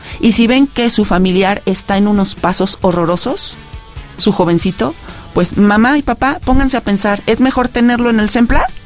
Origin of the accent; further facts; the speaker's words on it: Mexico; Somos una familia mexicana